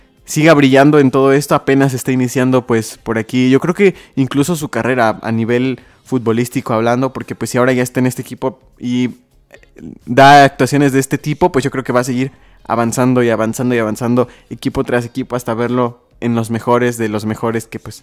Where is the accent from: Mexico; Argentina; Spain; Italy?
Mexico; también eso nos hace como mexicanos, ¿no?